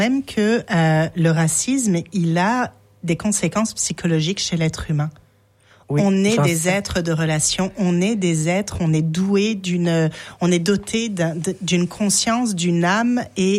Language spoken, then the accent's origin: French; France; moved away; j'ai atténué mon accent consciemment. Des moments où j'ai carrément pas dit que j'étais française.